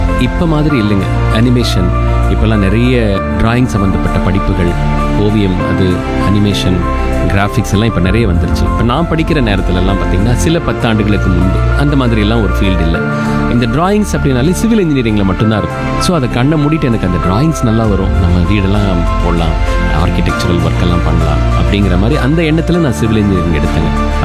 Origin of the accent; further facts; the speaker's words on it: Salem, Tamil Nadu, India; சேலம் தான் என்னுடைய சொந்த ஊர். நான் இங்கே தான் பிறந்தேன், இங்கே தான் வளர்ந்தேன், இங்கே தான் படித்தேன். இந்த சேலத்தில் இருந்ததுக்கு எனக்கு ஒரு பெரிய சிறப்பான விஷயங்க. சேலம் வந்து ஏற்கனவே மீடியாவில் வந்து ரொம்ப கோலோச்சின ஒரு ஊர்